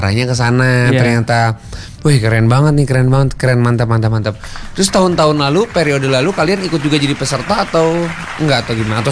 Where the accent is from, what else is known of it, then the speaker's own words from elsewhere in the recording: West Java, Indonesia; Orang Barat, Jawa Barat sama kayak saya. Saya juga merantau juga sih kebetulan.